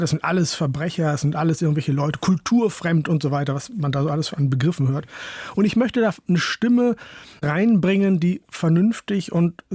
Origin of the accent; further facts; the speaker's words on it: North Germany, Germany; Tatsächlich komme ich aus Holland-Wiel, vielleicht aus einem Dorf in Norddeutschland, aber das meinen die nicht.